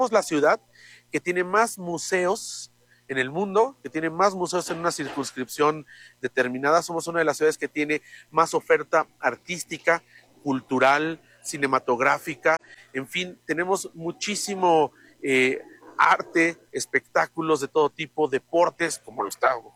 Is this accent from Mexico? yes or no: yes; Mexico City, Mexico